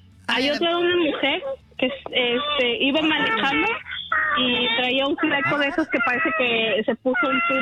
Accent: Mexico City, Mexico

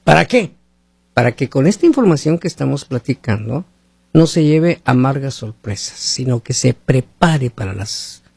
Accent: Mexico; moved away; nosotros le ofrecíamos 20 pesos al tránsito allá de México

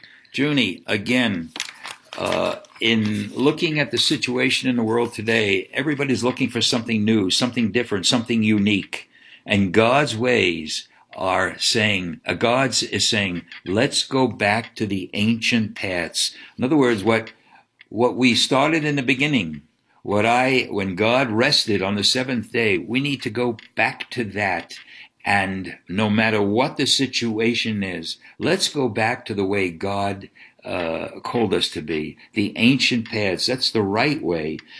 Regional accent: Brooklyn, New York, United States; growing up in Brooklyn, a yoke seems to be a picture of bondage.

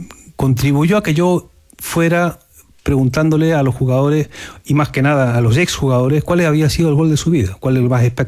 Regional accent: Chile; moved away; also born or lived in Bremen, Germany; me fui yo. Se fueron mis padres después del golpe, como tantos chilenos. Y acabamos en Alemania, en Bremen.

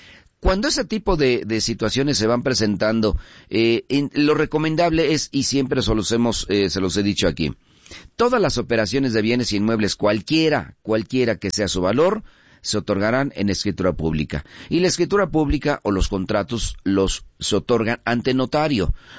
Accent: Mexico

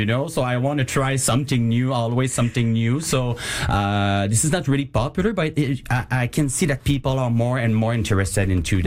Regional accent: Lac Saint-Charles, Quebec, Canada; English is a second language; I grew up in Quebec, Lac Saint-Charles, just up north Wendake

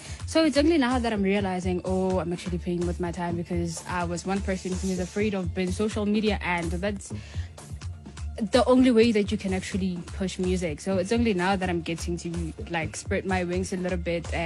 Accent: Limpopo, South Africa; I'm from Beresford, Limpopo.

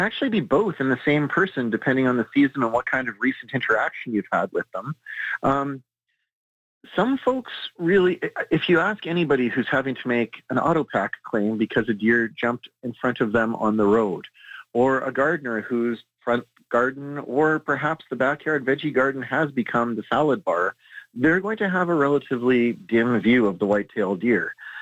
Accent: Pinawa, Manitoba, Canada; I grew up in Pinawa, so I grew up in a very, very deer intensive part of Manitoba.

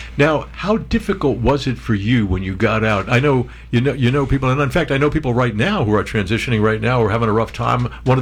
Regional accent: New York, United States; also born or lived in New Jersey; Where I grew up in New Jersey and New York, when I grew up in New York, then the school that I went to till I was 11 years old, there were two black kids.

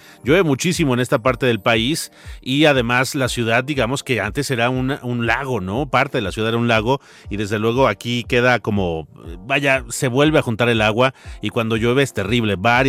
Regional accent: Mexico

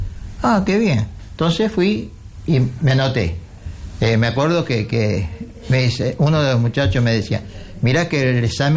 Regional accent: Buenos Aires, Argentina; also born or lived in Santiago, Chile; Soy criado en Argentina. Nací en Chile, en Santiago de Chile, el 9 de agosto del 49.

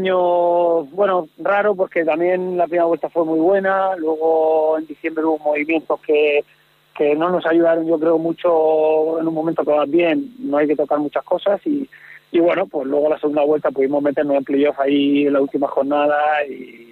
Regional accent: Cartagena, Region of Murcia, Spain; para los que somos de Cartagena

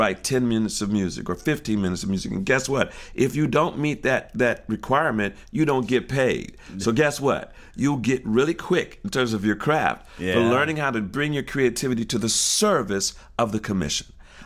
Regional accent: Detroit, Michigan, United States; I'm from Detroit, so I got to draw from being from this Midwestern town that had everything.

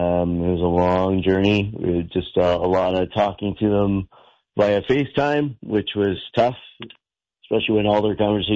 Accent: Alliston, Ontario, Canada; We're also stopping in my hometown of Alliston, Ontario.

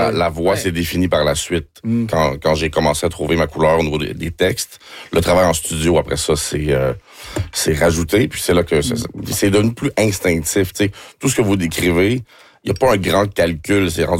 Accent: Montreal, Quebec, Canada; born there; Mais je suis né à Montréal-Nord, par exemple.

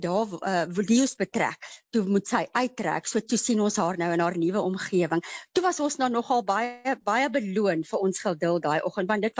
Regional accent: Tzaneen, Limpopo, South Africa; moved away as an adult; also born or lived in United States; ek het groot geword in Tzaneen, so ek was baie in Letaba kamp

